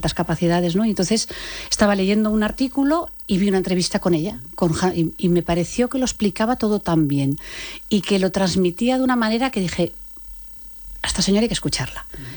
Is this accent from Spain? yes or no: yes; Oviedo, Asturias, Spain; moved away; Yo soy asturiana, es verdad que bueno, la vida me ha llevado a vivir en otros sitios, Pero bueno, Oviedo es mi ciudad